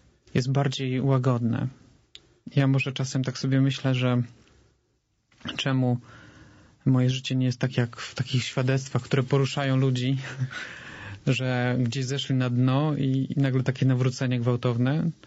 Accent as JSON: {"language": "Polish", "town": "Warsaw", "region": "Masovian Voivodeship", "country": "Poland", "tie": "born or raised there", "said": "Ja akurat wychowałem się w bardzo dobrej części Warszawy, nazywa się Międzylesie, więc jest to już takie bardziej spokojniejsze."}